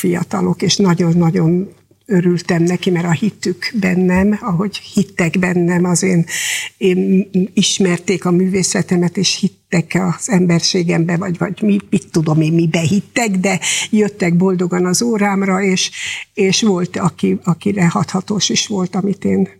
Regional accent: Eger, Heves, Hungary; Egri, igen

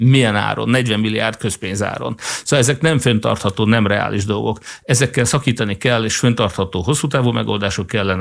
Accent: Hódmezővásárhely, Csongrád-Csanád, Hungary; Hódmezővásárhely víz szempontjából szerencsés, hiszen nálunk ártézi vizek vannak

